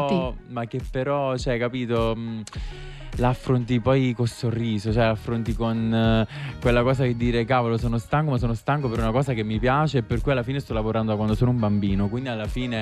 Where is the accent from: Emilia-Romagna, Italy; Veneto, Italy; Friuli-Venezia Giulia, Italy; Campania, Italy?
Campania, Italy; Marcianise; Io sono di Marcianise